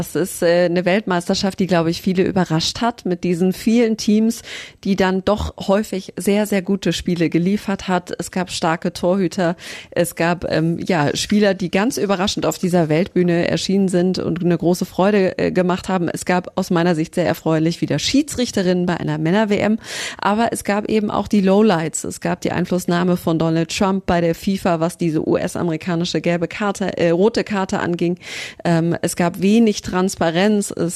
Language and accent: German; Germany; Habe ich gesagt, aus Deutschland